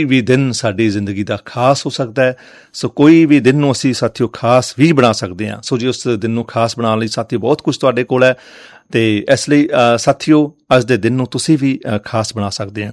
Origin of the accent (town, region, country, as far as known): Punjab, India